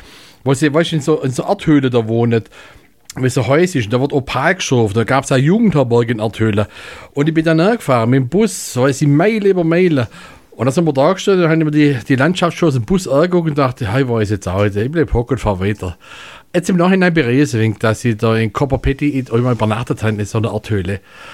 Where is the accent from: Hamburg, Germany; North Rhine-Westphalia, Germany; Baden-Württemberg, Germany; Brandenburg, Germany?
Baden-Württemberg, Germany; accent: Swabian; Ah, aus meiner Heimat, gut.